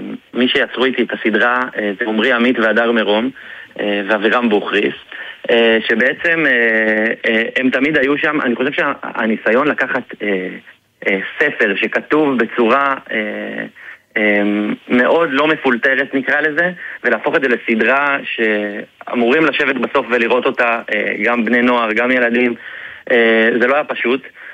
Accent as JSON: {"language": "Hebrew", "town": "Beersheba", "region": "Southern District", "country": "Israel", "tie": "born or raised there", "said": "אני גדלתי בשכונה א' בבאר שבע אצל סבא וסבתא שלי"}